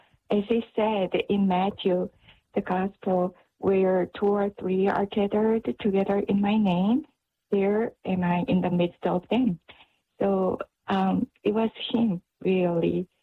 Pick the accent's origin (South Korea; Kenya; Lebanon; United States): South Korea; Daegu; born or raised there